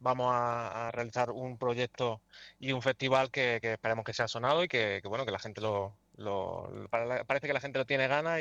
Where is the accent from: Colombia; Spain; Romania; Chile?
Spain; Orcera, Andalusia; also born or lived in Jaén; yo, mi madre es de aquí de Orcera, yo nací en Jaén, pero bueno, Juan Antonio es de aquí de Orcera también, uh-huh. Entonces yo me he criado aquí, yo estoy enamorado de este lugar, de la Sierra de Segura